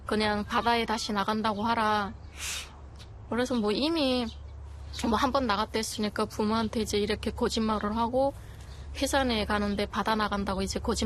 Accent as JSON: {"language": "Korean", "country": "North Korea", "also_born_or_lived": "China", "moved": "as an adult", "lives_now": "South Korea", "said": "나는 북한 사람이니까 호적이 없잖아요."}